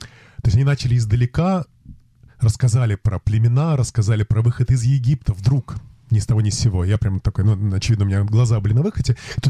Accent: Minsk, Belarus; also born or lived in Bobruisk; Вот первый год я провел в Бобруйске, но дальше все мое детство прошло в Минске.

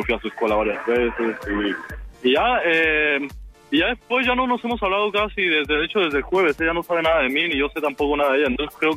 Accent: Mexico; moved away as an adult; now in Havana, Cuba; Yo soy mexicano, pero que vine a estudiar medicina en Cuba. Entonces yo te escucho desde que soy pequeño.

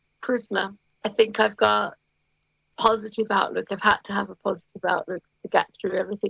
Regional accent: South of England, United Kingdom; accent: Brummie mixed with Southern; now in West Midlands, United Kingdom; And I think my accent is probably a mixture of growing up in the South and living most of my adult life in the West Midlands. So I've got a bit of Brummy mixed in with a bit of Southern accent.

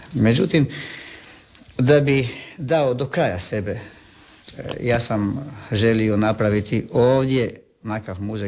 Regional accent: Međimurje County, Croatia; moved away; Znao sam da moj rodni kraj, Međimurje, nema takvih stvari.

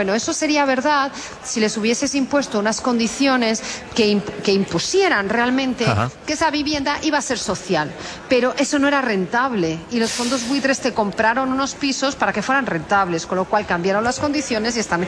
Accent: Madrid, Community of Madrid, Spain; Yo soy de Madrid, pues Madrid para los madrileños y Sevilla para los sevillanos

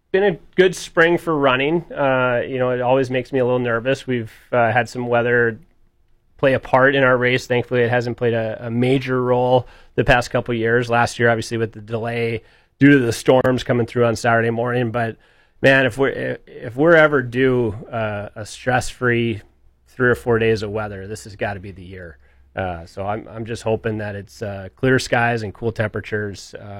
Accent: Duluth, Minnesota, United States; growing up in Duluth

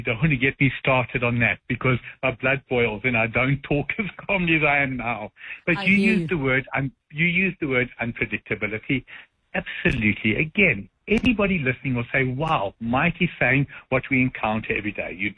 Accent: South Africa; I'm proudly South African.

